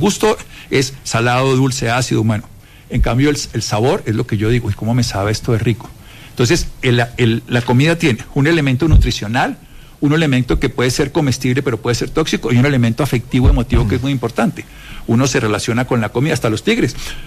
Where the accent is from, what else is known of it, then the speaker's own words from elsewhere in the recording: Armero, Tolima, Colombia; yo soy de Armero, y esto sí que fue importante, la reconstrucción del pueblo